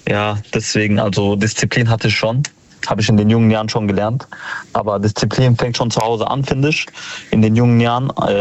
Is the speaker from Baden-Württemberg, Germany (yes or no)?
yes; Mannheim, Baden-Württemberg, Germany; Also, ich komme aus Mannheim, das kann ich schon mal sagen.